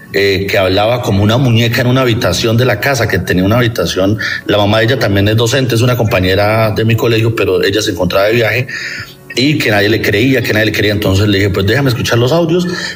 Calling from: Paz de Ariporo, Casanare, Colombia; nos comunicamos desde Casanare, de un municipio que se llama Paz de Ariporo, acá en Casanare, Los Llanos.

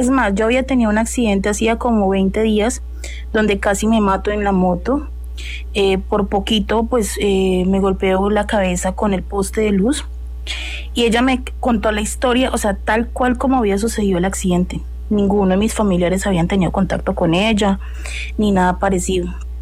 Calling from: Leticia, Amazonas, Colombia; yo soy de acá, de Leticia, Amazonas, somos frontera con Brasil y Perú.

